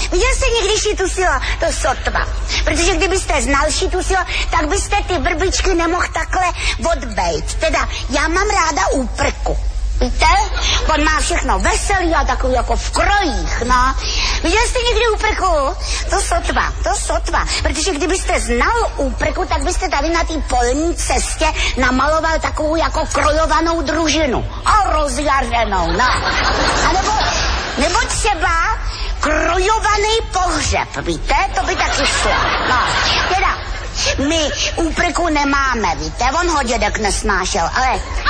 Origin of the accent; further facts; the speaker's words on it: Prague, Czechia; Když jste mě potkal trošku upravenou, tak by vám bylo jasný, že jsem z Prahy.